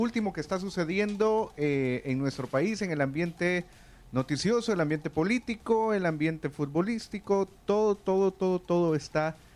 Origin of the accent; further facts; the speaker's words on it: El Salvador; Pero como los salvadoreños no decimos de una vez, sino que decimos de un solo, pues de ahí salió la marca.